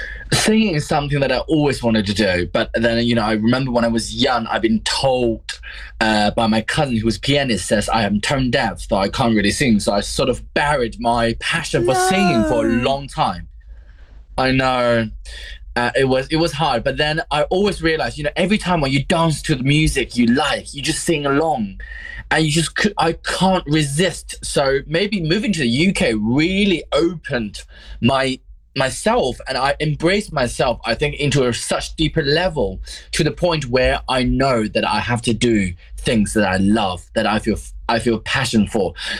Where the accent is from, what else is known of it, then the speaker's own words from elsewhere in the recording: China; English is a second language; But growing up in China, sort of like dancing is not always the first choice the family will choose for you as a boy.